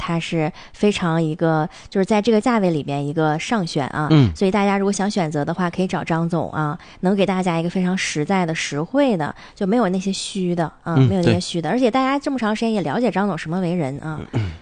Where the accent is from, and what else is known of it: Northeast China, China